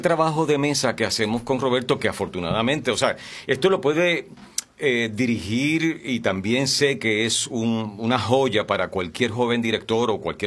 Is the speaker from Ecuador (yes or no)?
no; Mayagüez, Puerto Rico; Yo soy de aquí, de Mayagüez